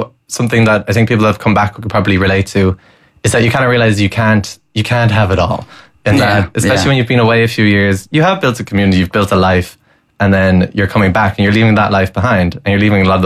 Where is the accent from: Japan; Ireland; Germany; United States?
Ireland; It's not about me being ungrateful about being Irish, because it's quite the opposite. But I want to see this country do better